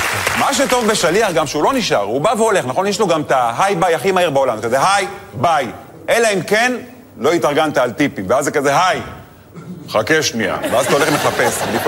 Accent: Netanya, Central District, Israel; born or raised there

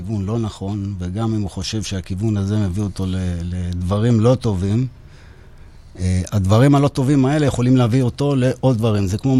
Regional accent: Haifa, Haifa District, Israel; גדלתי בחיפה.

